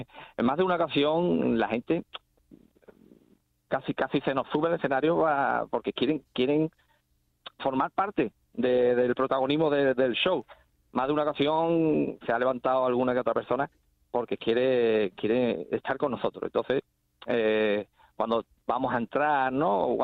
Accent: Cádiz, Andalusia, Spain; como somos de Cádiz, estamos al lado

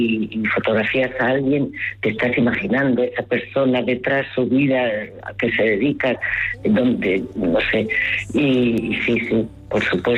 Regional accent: San Sebastián, Basque Country, Spain; moved away as an adult; also born or lived in New York; en San Sebastián, en mi ciudad natal, vamos, donde yo vivo

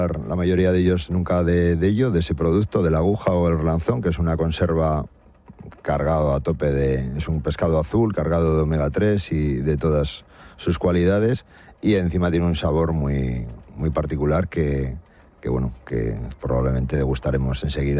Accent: Colindres, Cantabria, Spain; Yo soy de Colindres.

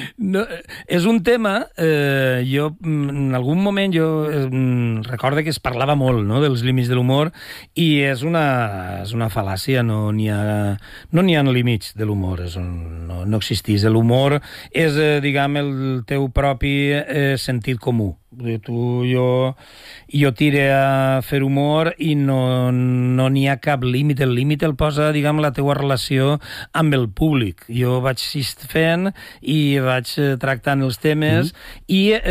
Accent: Valencia, Valencian Community, Spain; Jo vinc de València, del País Valencià

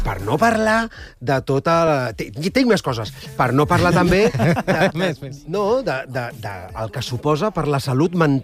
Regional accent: Catalonia, Spain; sóc català, visc a Catalunya

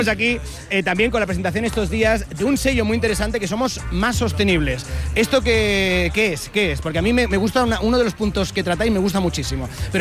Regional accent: Serón, Andalusia, Spain; En mi pueblo, y ahí en Serón, en Almería, se hace la fiesta del jamón, la feria del jamón cada año

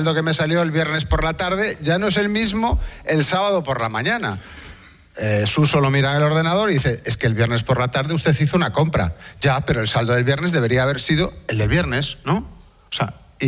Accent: A Coruña, Galicia, Spain; Como soy de Coruña, pues es como muy

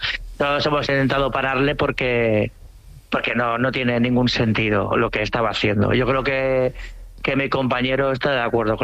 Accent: Cambrils, Catalonia, Spain; born there; cuando llego a casa, a mi pueblo, a Cambrils

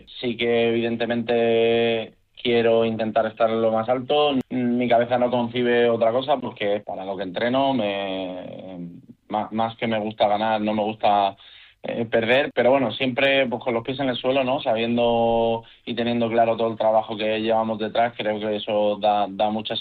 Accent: Torrevieja, Valencian Community, Spain; Por ejemplo, en Torrevieja, que es de donde yo soy

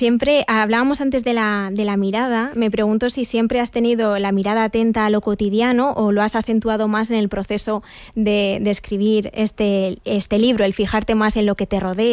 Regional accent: Madrid, Community of Madrid, Spain; born there; also born or lived in Barcelona; yo nací en Barcelona, pero vivo en Madrid desde muy pequeñita, aún así toda mi familia sigue viviendo allí y me siento pues tremendamente conectada con la ciudad.

